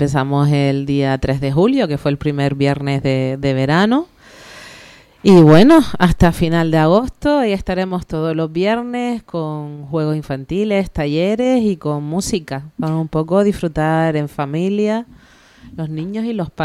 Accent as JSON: {"language": "Spanish", "country": "Spain", "said": "somos los españoles muy futboleros"}